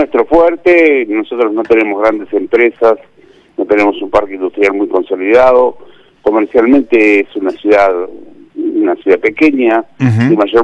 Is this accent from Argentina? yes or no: yes; Navarro, Buenos Aires Province, Argentina; hace 70 años vivo en Navarro.